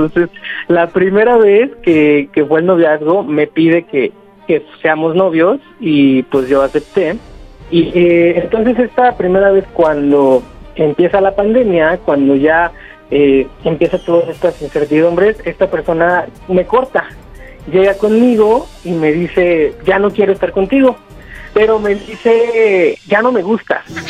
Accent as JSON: {"language": "Spanish", "town": "Guadalajara", "region": "Jalisco", "country": "Mexico", "said": "Bueno, pues tengo 37 años y soy de Guadalajara."}